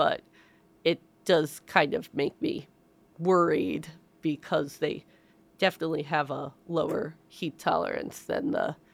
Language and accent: English; St. Louis, Missouri, United States; moved away as an adult; also born or lived in Costa Rica; I grew up around St. Louis